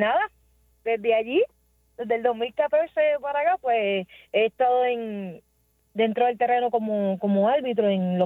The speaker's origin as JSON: {"language": "Spanish", "town": "Sabana Grande", "country": "Puerto Rico", "tie": "born or raised there", "said": "Correcto, mi pueblo Sabana Grande."}